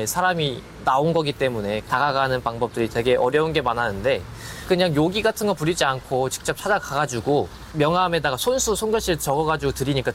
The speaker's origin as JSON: {"language": "Korean", "town": "Dangjin", "region": "South Chungcheong", "country": "South Korea", "tie": "born there"}